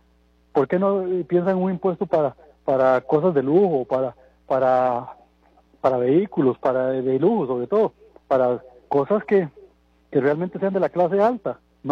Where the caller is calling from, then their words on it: Costa Rica; de San Rafael de Jodiagua.